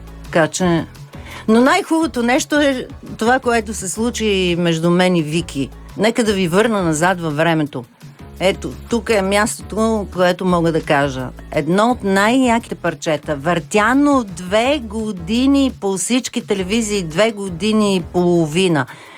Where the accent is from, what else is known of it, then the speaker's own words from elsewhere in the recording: Montana, Montana Province, Bulgaria; Аз съм от Монтана, от Северозапада.